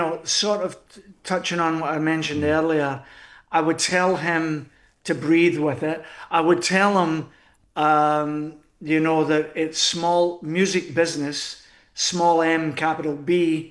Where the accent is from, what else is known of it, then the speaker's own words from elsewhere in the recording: Scotland, United Kingdom; Yeah, so being Scottish, and I know that Sam's off the Irish, mm-hmm. His Irish background. I love coming to Newfoundland because it's got a wee touch of the old country for sure.